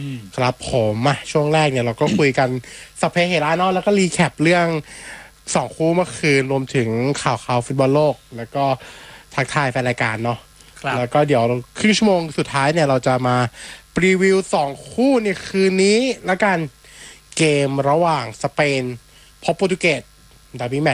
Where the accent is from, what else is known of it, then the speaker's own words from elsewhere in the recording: Lam Luk Ka, Pathum Thani, Thailand; also born or lived in Min Buri, Bangkok; แต่ผมเกิดกรุงเทพนะเกิดที่มีนบุรีผมได้เกิดมีนบุรี